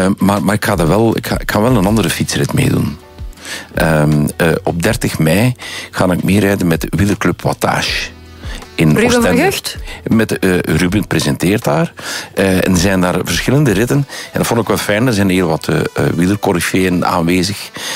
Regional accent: Temse, Flanders, Belgium; born there; Van waar ik geboren ben, bedoel ik. In de streek van Temse Hamme.

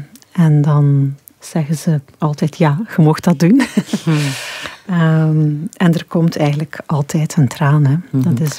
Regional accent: Flanders, Belgium; accent: Flemish; mijn accent gaan doen denken aan die Vlamingen die daar kwamen helpen.

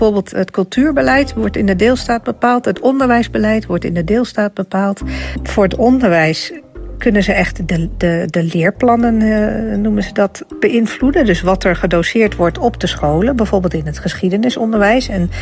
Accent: Germany; Dutch is a second language; ik kom er zelf ook vandaan en ik werk nu al 15 jaar of zo bij het instituut.

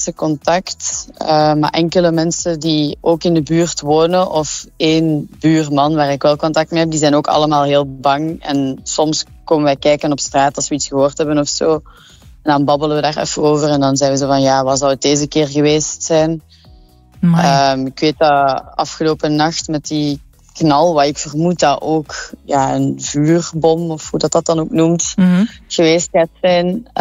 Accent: Molenbeek, Brussels-Capital Region, Belgium; now in Anderlecht, Belgium; Nee, ik ben opgegroeid in Molenbeek. En dan sinds 5, 6 jaar, denk ik, woon ik nu in Anderlecht.

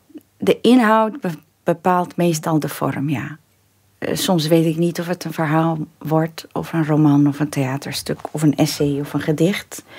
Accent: Tilburg, North Brabant, Netherlands; Wij woonden vlakbij België. Ik ben in Tilburg geboren, dus ik fietste altijd naar België.

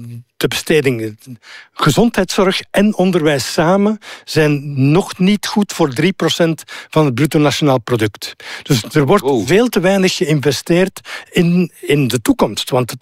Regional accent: Flanders, Belgium; Ik als Kempenaar zou nooit een Vlaming geweest zijn als er geen Franstalige meerderheid was of bestuur geweest was in dit land. Dan was ik een Brabander gebleven.

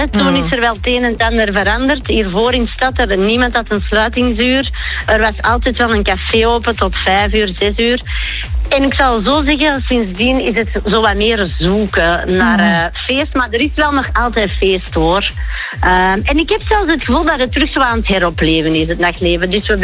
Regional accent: Merksem, Antwerp, Belgium; born there; Ik ben geboren in Merksem en vanaf dat ik de vrijheid had, dat school gedaan was, pakte ik de tram 3 naar de stad.

